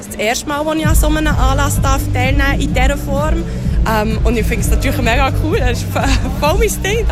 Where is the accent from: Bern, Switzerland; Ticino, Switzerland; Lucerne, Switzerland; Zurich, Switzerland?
Bern, Switzerland; Biel; ich bin jetzt im Kindergarten hier aufgewachsen.